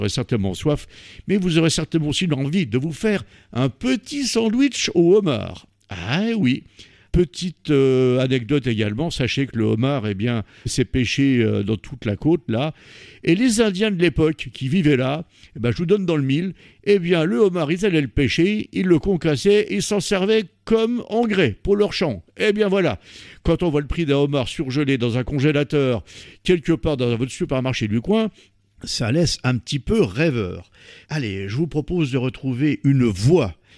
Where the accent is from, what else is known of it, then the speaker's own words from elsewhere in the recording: Germany; alors que moi je viens d'Allemagne